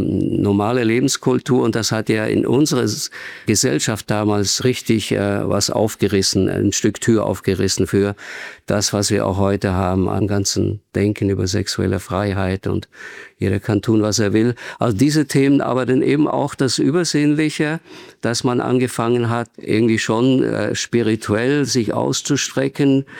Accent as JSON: {"language": "German", "region": "Zurich", "country": "Switzerland", "tie": "born or raised there", "said": "Ja, ich bin ja in der Schweiz aufgewachsen, in der Nähe von Zürich."}